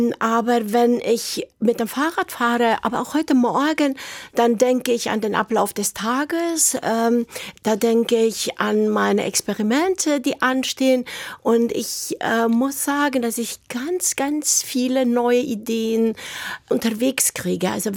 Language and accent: German; Romania; German is a second language; moved away; Also für mich bleibt diese Musik mit Rumänien verbunden, mit meiner Heimat, in die ich auch jetzt immer wieder zurückkehre und dort unterrichte.